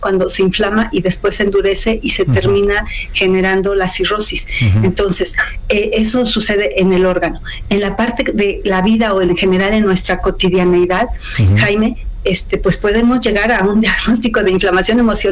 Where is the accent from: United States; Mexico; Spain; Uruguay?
Mexico